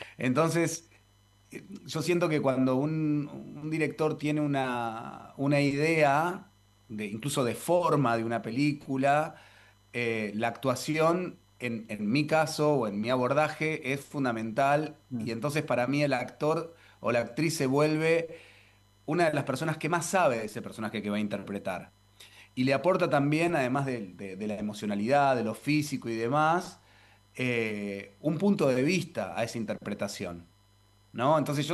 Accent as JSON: {"language": "Spanish", "town": "Carmen de Patagones", "region": "Buenos Aires Province", "country": "Argentina", "tie": "born or raised there", "moved": "yes", "said": "de allá de mi pueblo, de Carmen de Patagones"}